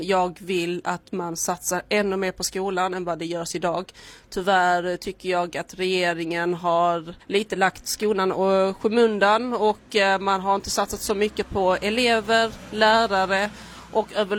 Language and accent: Swedish; Hässleholm, Skåne, Sweden; jag är också från Hässleholm.